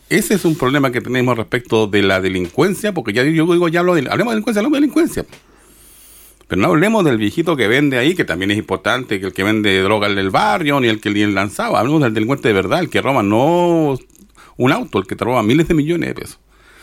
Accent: Chile; nosotros nos tenemos miedo a nosotros mismos como chilenos.

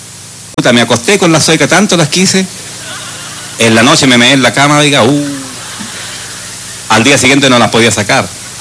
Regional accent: Temuco, Araucanía, Chile; Pero las mujeres de mi tierra, no de las de aquí, las de Quinola, de allá de Temuco.

